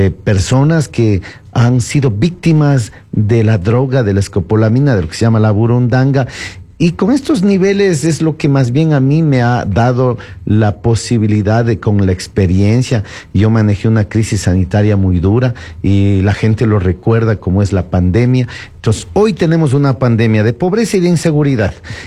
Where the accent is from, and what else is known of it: Ecuador